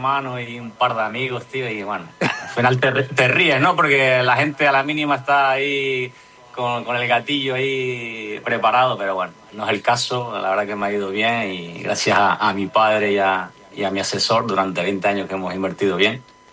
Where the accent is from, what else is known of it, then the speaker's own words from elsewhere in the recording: Arguineguín, Canary Islands, Spain; now in Madrid, Spain; Ahora sí que estuve en verano en mi pueblo, en Arguineguí, entrené con el equipo, que está Juan Carlos Valerón ahí de entrenador, y luego aquí en Madrid, pues voy a jugar a veces con el Colmenar Viejo